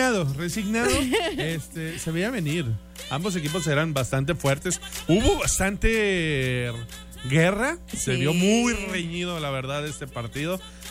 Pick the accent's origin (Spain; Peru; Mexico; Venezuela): Mexico